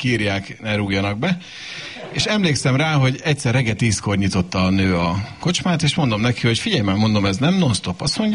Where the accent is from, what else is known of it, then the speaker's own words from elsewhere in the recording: Hajdúdorog, Hajdú-Bihar, Hungary; Sokan nem tudják, hogy én hajdudorogi származású vagyok. Amikor még gyermek voltam, ez község volt, most már ugye város, de hát azért oda még mindig hazamegy az ember